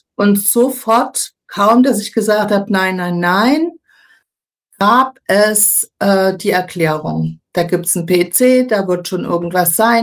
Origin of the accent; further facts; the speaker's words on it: Weißenfels, Saxony-Anhalt, Germany; also born or lived in Templin; now in Potsdam, Germany; In Templin bin ich geboren, weil meine Mutter, die war Schauspielerin in Senftenberg, ein Engagement hatte. Und aufgewachsen bin ich in Weißenfels im Herrengartengut meiner Oma und meiner Familie.